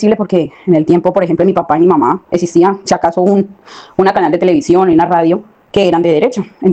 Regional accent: Colombia; now in Spain; yo soy colombiana como lo eres tú, porque yo soy una parte de allá y otra parte de España.

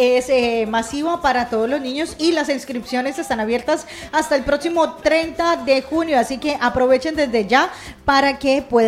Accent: Colombia; now in Spain; para todos aquellos que somos colombianos

